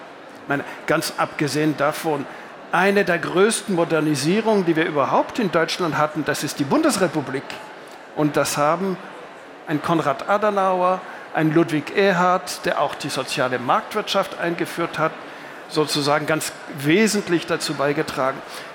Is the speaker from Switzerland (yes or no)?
yes; Switzerland; bin ja Schweizer